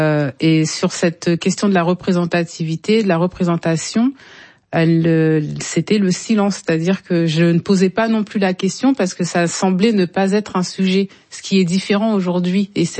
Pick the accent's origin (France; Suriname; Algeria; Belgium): France; Canteleu, Normandy; born there; on est né en France et qu'on est français et qu'on nous demande tout le temps tu viens d'où et que on répond de Normandie